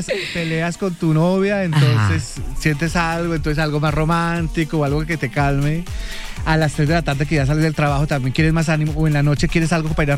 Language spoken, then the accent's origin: Spanish; Bogotá, Colombia; now in Miami, United States